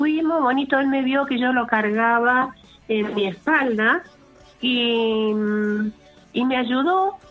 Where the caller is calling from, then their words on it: Godoy Cruz, Mendoza, Argentina; Soy de Godoy Cruz.